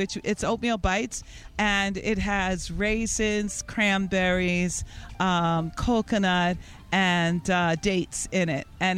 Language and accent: English; Brooklyn, New York, United States; I'm from Brooklyn. I knew how to swim when